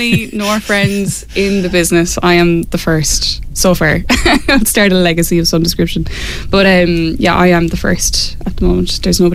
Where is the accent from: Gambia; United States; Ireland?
Ireland; Cork, Munster; moved away as an adult; now in Wicklow, Ireland; I'm originally from Cork